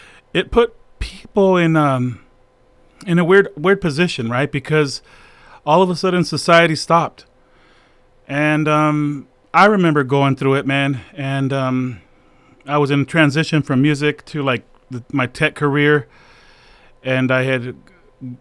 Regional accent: San Jose, California, United States; a good friend of mine that I grew up in San Jose with, Arturo Garzas.

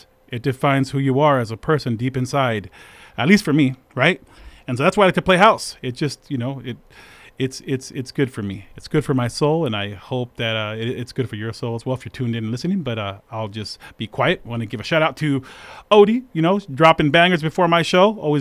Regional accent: San Jose, California, United States; growing up in San Jose back in the day

